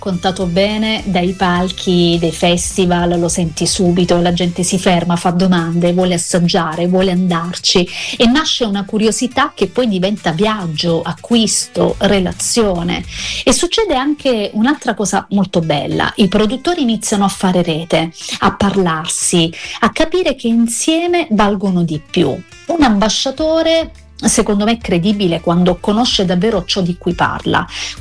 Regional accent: Taranto, Apulia, Italy; now in Rome, Italy; Io, chi mi conosce lo sa, sono di Taranto, la Puglia ce l'ho addosso, ma oggi vivo a Roma e proprio da qui capisco ancora meglio quanto sia importante raccontarla con verità questa terra.

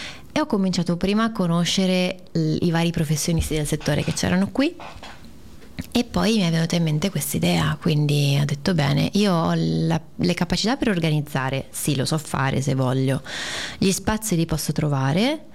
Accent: Padua, Veneto, Italy; moved away; mi ero ritrasferita a Padova, perché dopo il Covid, per diversi motivi, ho deciso di tornare un po' qui, avevo bisogno di vivere un po' la mia terra, perché erano tanti anni che ero fuori

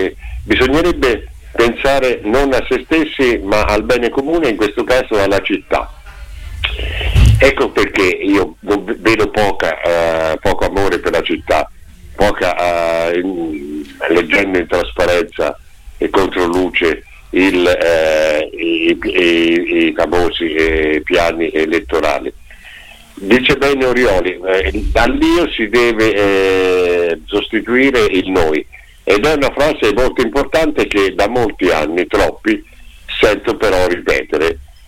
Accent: Perugia, Umbria, Italy

